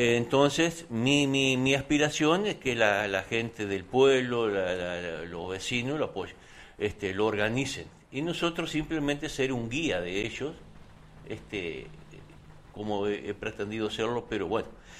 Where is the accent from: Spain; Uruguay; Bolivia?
Uruguay; Salto; yo soy de Sauce Chico, a pocos kilómetros de ahí